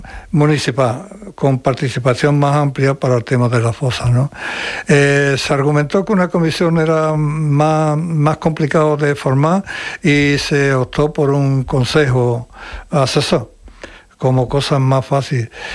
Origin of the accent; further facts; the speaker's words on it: Córdoba, Andalusia, Spain; Yo como cordobés de toda mi vida, he desarrollado toda mi vida trabajando en Córdoba